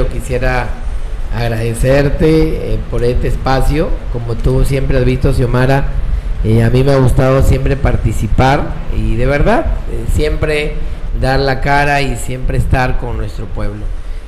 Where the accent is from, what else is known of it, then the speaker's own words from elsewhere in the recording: Tambogrande, Piura, Peru; a mi pueblo Tambo Grande